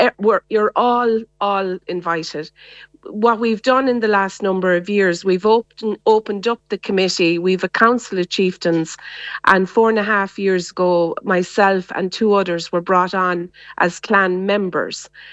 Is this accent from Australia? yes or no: no; Clare, Munster, Ireland; now in West Limerick, Ireland; Well, I'm originally from Clare, living in West Limerick